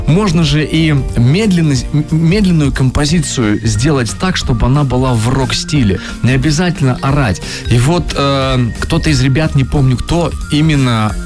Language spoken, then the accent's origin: Russian; Chelyabinsk, Chelyabinsk Oblast, Russia; Я из Челябинска